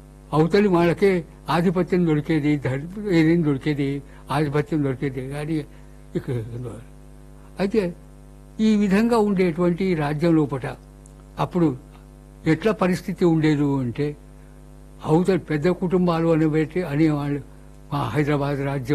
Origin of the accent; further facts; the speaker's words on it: Warangal, Telangana, India; also born or lived in Madikonda; నా బాల్యం వరంగల్ పట్టణంలో పాటు మొదలైంది కొద్ది ఆలస్యంగా, కానీ దగ్గర ఉన్నటువంటి మడికొండలో పాటు నాకు పరిసరాల అవగాహన కలిగినప్పటి నుంచి మడికొండలో ఉన్నాను